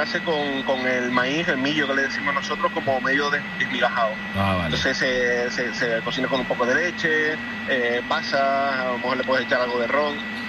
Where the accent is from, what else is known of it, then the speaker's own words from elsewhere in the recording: El Tablero, Canary Islands, Spain; Y yo soy de Tablero, por ejemplo, en Tenerife. Una localidad que está al noroeste de Santa Cruz, digamos que más o menos somos zona norte